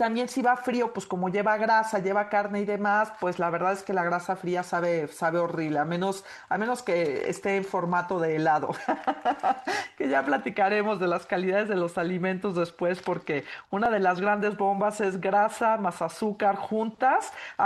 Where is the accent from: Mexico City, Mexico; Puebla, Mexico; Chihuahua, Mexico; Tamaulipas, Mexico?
Mexico City, Mexico; A la edad que tenemos y con los tiempos que corren y siendo chilangos, pues nos parece algo prácticamente surrealista.